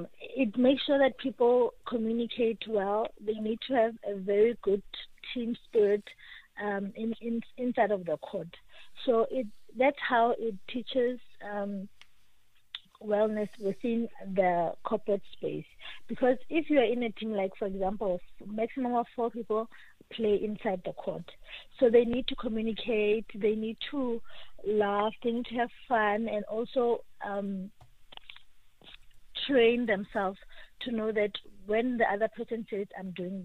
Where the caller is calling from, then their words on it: Kuruman, Northern Cape, South Africa; No, I'm coming from Northern Cape in Kuruman.